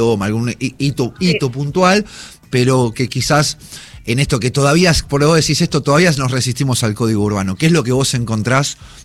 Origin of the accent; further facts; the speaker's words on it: Buenos Aires, Argentina; yo soy bien de barrio, yo soy bien de Villa Crespo y dejé de ser un pibe de barrio para convertirme en un vecino de barrio.